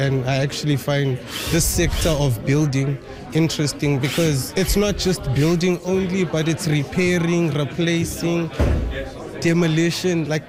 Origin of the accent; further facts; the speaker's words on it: Johannesburg, Gauteng, South Africa; now in Canada; My country, I'm from South Africa, Johannesburg.